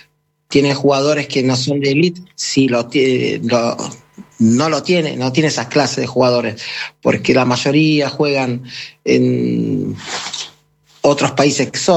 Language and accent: Spanish; Cape Verde; born there; Spanish is a second language; also born or lived in Lisbon, Portugal; venía de más allá que viví, nací en Cabo Verde, viví en Lisboa, pasaporte portugués, pero sangre caboverdiana, ¿no?